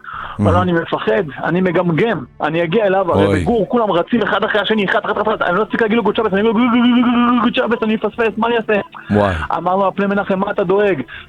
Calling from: Jerusalem, Jerusalem District, Israel

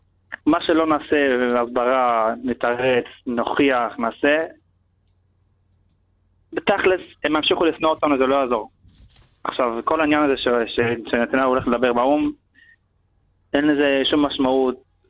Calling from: Ashdod, Southern District, Israel

